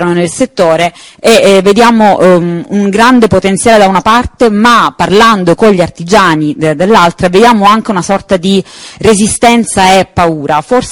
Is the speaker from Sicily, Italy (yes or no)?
yes; Sciacca, Sicily, Italy; Sciacca, che è la mia città d'origine